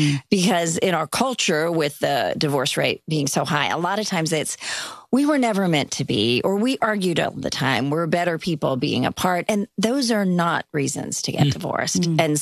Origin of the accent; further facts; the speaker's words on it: India; born there; I was born in India.